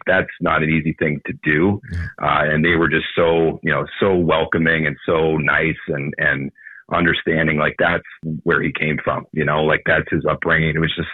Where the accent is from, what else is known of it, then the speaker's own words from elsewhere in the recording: Ontario, Canada; I grew up just near Toronto.